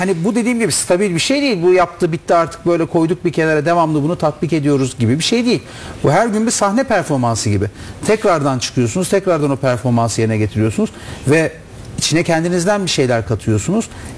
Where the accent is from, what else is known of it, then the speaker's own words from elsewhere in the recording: Gaziantep, Turkey; born there; also born or lived in Istanbul; Yani Gaziantep bugün benim de memleketim. Ailemin 3 nesli burada, 3 nesli İstanbul'da yetişmiş. 6 neslidir baklavacıyız.